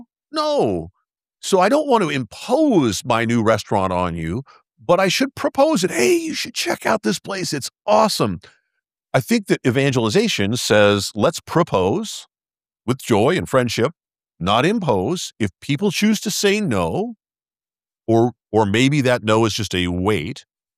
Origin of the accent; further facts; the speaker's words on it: United States; As an American, that's the ideal candidate.